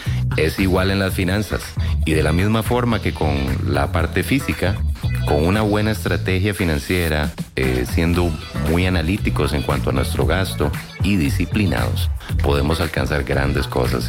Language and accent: Spanish; Costa Rica; dentro de lo que somos los ticos y nuestra cultura